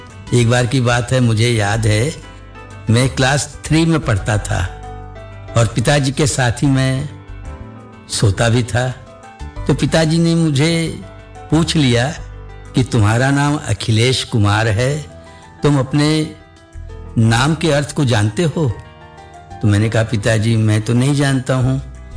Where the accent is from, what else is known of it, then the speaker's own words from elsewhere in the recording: Shahganj, Uttar Pradesh, India; born there; also born or lived in Mehnagar Bazar, Azamgarh district, Uttar Pradesh; now in Ayodhya, India; मेरा जन्म जो है 29 अप्रैल 1959 को जौनपुर जिले के शाहगंज तहसील में हुआ, जहाँ मेरा ननिहाल था। वैसे मैं मूलतः आजमगढ़ जनपद के मेहनगर बाजार का रहने वाला था